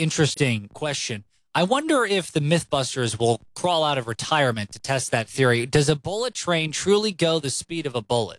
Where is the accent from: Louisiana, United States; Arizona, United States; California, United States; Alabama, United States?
California, United States; now in Missouri, United States; I'm from California.